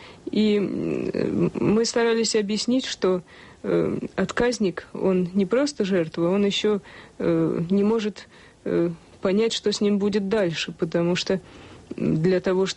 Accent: Moscow, Russia; moved away as an adult; now in Israel; Я из Москвы, мне 39 лет, у меня есть муж, дочь и мама.

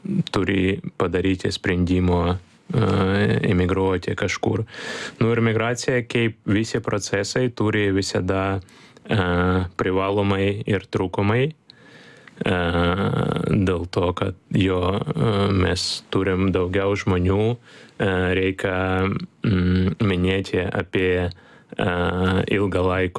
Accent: Ukraine; Lithuanian is a second language; moved away as an adult; now in Lithuania; kaip ukrainietis

